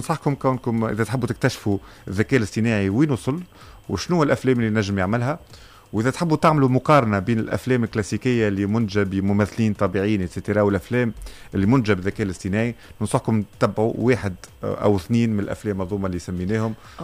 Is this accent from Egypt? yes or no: no; Tunisia; كما نقولوا احنا تونسيه